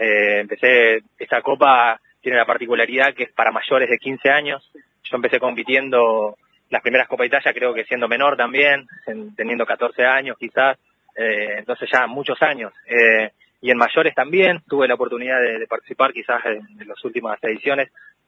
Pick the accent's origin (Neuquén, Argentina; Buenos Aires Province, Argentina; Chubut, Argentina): Chubut, Argentina; Esquel; now in Bariloche, Argentina; soy de Esquel, estoy viviendo en Bariloche